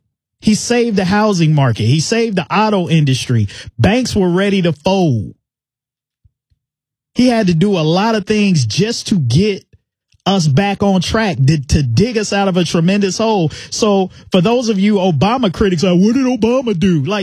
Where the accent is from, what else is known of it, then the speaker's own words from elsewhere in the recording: Middletown, United States; my hometown of Middletown